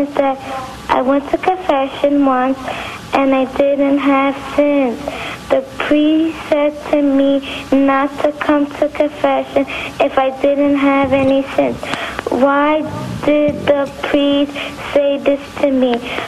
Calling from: New Jersey, United States; New Jersey.

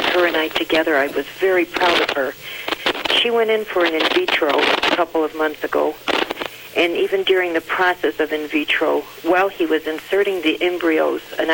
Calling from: North Tonawanda, New York, United States; North Tonawanda, New York.

